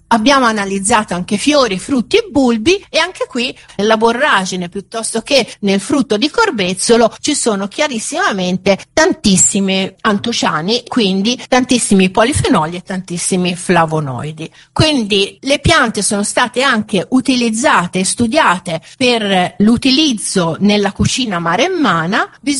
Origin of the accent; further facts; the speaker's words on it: Pisa, Tuscany, Italy; io sono di Pisa